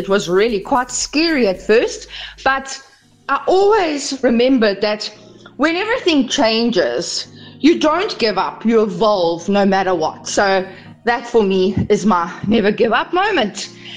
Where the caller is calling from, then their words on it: Durban, KwaZulu-Natal, South Africa; from the Bluff.